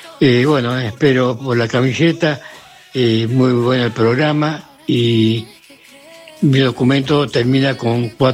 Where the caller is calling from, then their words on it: Libertad, Buenos Aires Province, Argentina; de Libertad